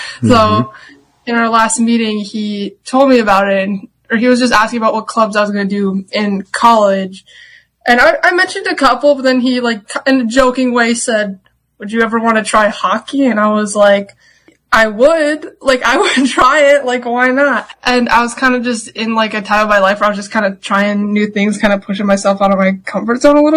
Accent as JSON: {"language": "English", "region": "Minnesota", "country": "United States", "tie": "born or raised there", "said": "because I knew how to skate a little bit because I grew up in Minnesota."}